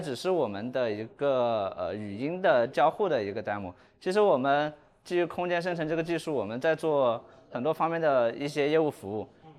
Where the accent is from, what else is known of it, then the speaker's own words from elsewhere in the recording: Hunan, China; moved away as an adult; also born or lived in Nanjing / Italy / United Kingdom / United States; 就我也是个湖南人，我从小也是看汪老师的这个《天天向上》这些，后面就去南京读书，然后去意大利、去英国、去美国读博，然后后面是博士辍学回来。